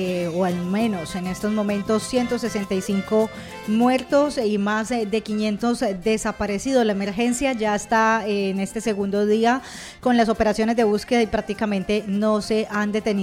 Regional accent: Cali, Valle del Cauca, Colombia; Por ser colombiana, por ser caleña

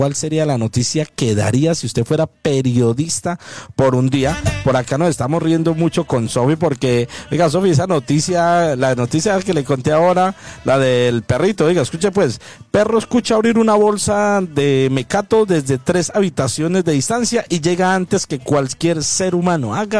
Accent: Colombia; nosotros que somos colombianos

